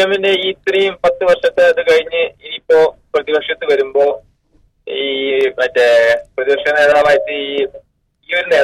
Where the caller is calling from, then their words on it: Palakkad, Kerala, India; Palakkad.